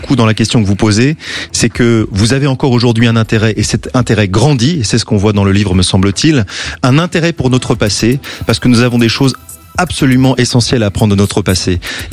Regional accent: France

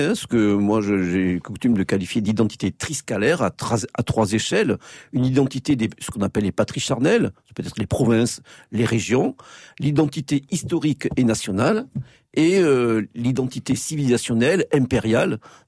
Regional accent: France; moi, ce qui me frappe en Italie, qui m'a frappé depuis très longtemps en tant que Français, c'est cette permanence des identités locales.

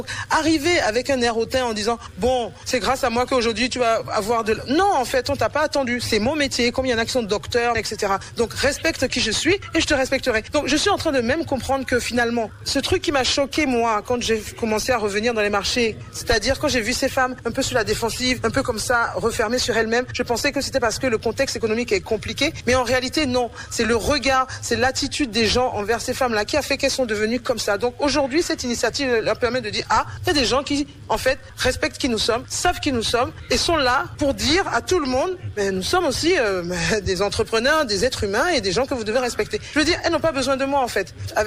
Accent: Benin; On va commencer avec le Bénin parce que je suis béninoise, née, grandie ici.

